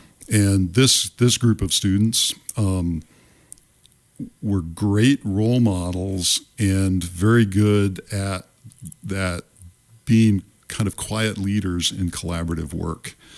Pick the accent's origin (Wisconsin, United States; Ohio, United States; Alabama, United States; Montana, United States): Ohio, United States; also born or lived in Southern Nevada; now in Spokane, United States; I grew up in Ohio.